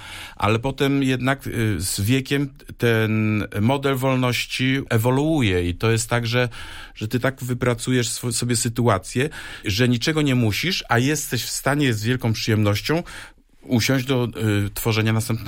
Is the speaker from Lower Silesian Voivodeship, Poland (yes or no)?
no; Pyrzyce, West Pomeranian Voivodeship, Poland; moved away as an adult; now in Berlin, Germany; z tego małego miejsca, jakim są Pyrzyce, koło Szczecina, skąd pochodzę